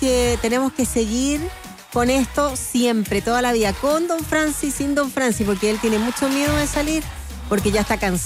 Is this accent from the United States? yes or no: no; Chile; somos chilenos